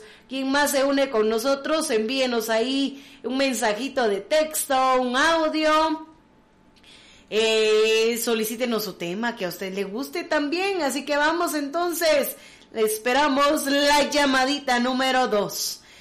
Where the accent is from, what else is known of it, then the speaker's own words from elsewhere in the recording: San Marcos, Guatemala; el bello municipio de San Rafael, pie de la cuesta, en el hermoso departamento de San Marcos, mi tierra linda